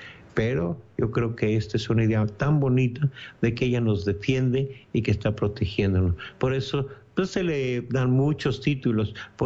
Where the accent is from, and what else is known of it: Mexico